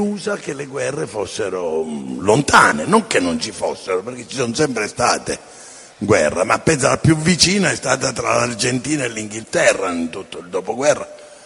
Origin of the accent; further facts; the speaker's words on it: Sicily, Italy; born there; now in Milan, Italy; Io sono siciliano, ma sono anche milanese, sono, come dice mia sorella, orgoglioso di essere nato in Sicilia e felice di vivere a Milano, tutte e due le cose.